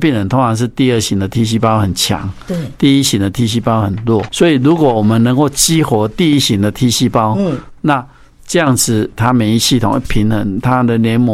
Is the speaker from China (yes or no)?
no; Taiwan; 摆的把 cover 到我们台湾人这些过敏的人的本土菌株都 cover 住